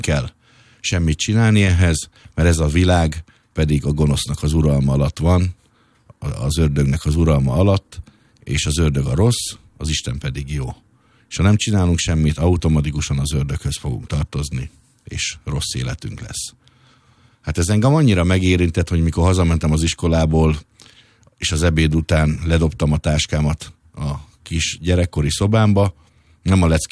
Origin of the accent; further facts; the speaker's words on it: Pest, Hungary; 1976-ban születtem, és vidéken, Kelet-Pest megyében Sűjsápon nevelkedtem fel, egy nagyon szép kertes házas környezetben, egy erdő alatti dombvidéken, és egy nagy családban